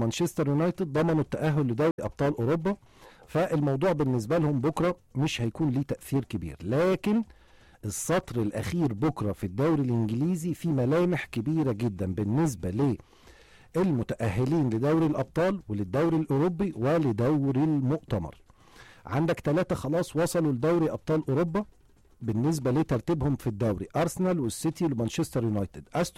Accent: Egypt; فالنادي ده مش غريب علينا أبدا كمصريين

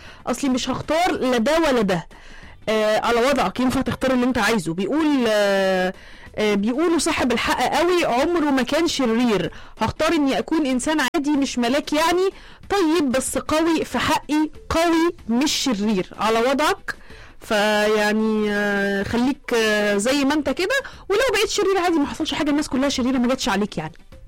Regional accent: Monufia Governorate, Egypt; انا من المنوفيه.

